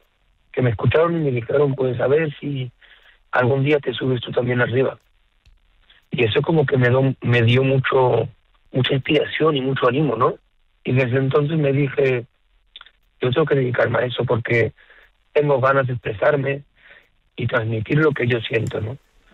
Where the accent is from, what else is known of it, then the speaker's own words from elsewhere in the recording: Mont-de-Marsan, Nouvelle-Aquitaine, France; Yo nací en Mont de Marsan